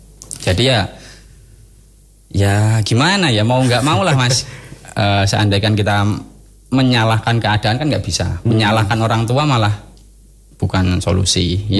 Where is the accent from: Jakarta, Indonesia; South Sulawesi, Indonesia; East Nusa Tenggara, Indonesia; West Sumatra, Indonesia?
Jakarta, Indonesia; born there; now in Blitar, Indonesia; tapi kalau saya sendiri lahir di Jakarta, lebih tepatnya Pasar Minggu.